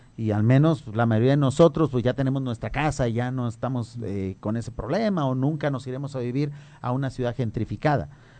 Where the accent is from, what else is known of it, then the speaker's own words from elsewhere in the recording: Mexico; somos suficientemente mexicanos